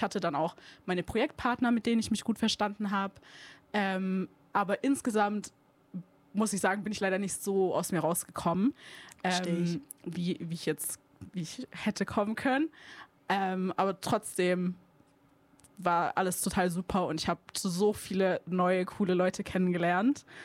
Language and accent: German; Germany; ja, ich bin international, ich komme aus Deutschland.